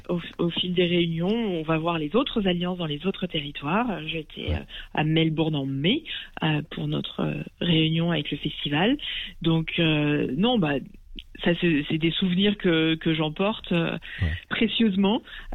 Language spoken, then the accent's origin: French; Lyon, Auvergne-Rhône-Alpes, France; moved away as an adult; now in Australia; je suis originaire de Lyon et donc on repart à Lyon.